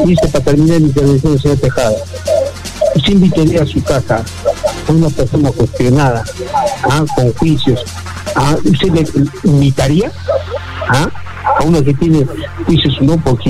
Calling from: Arequipa, Peru; Mi Arequipa se respeta.

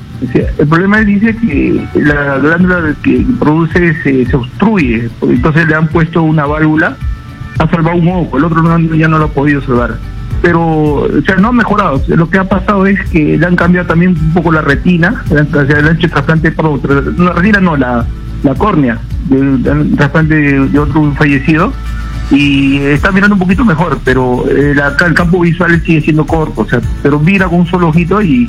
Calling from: Lima, Peru; soy de San Juan de Lurigancho.

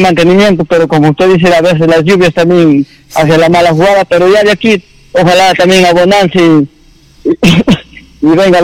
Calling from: Naranjo Santo, Amazonas, Peru; Le llamo ya acá del Centro Poblado de Naranjo Santo.

